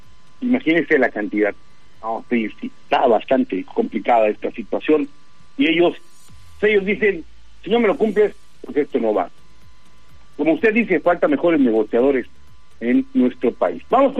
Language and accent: Spanish; Mexico